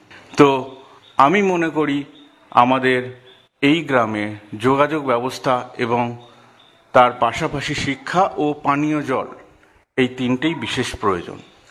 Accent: Dantpur, West Bengal, India; হাওড়া জেলার নলপুর পঞ্চায়েতের অধীন দাঁতপুর গ্রামের বাসিন্দা। ছোটবেলা থেকেই এই গ্রামেই আমার বেড়ে ওঠা

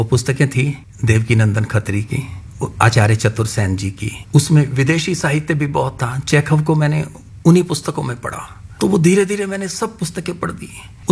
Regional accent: Haryana, India; born there; Hindi is a second language; मेरा जन्म अविभाजित पंजाब, आज वो क्षेत्र हरियाणा में है, करनाल के एक छोटे से गाँव में हुआ।

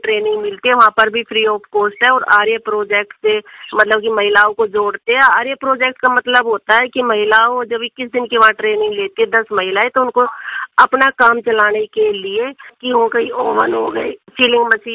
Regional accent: Dhani Chitar Sain, Haryana, India; Gurugram district, मेरे गांव का नाम ढाणी चितर सैन

